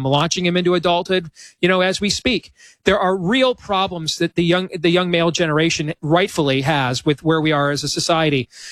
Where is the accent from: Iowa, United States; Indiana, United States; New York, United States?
Iowa, United States; here in my home state of Iowa